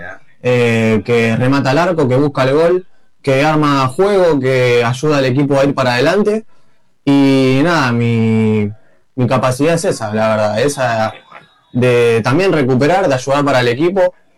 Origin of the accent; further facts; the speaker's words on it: La Plata, Buenos Aires Province, Argentina; born there; moved away as an adult; me formé de Estudiantes de La Plata, desde muy chico, desde 7 años.